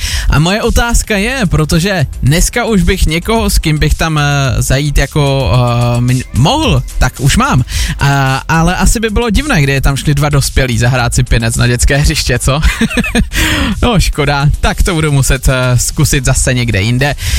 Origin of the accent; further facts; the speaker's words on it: Zlín, Zlín Region, Czechia; když jsem byl malý a bydleli jsme na Jižňácích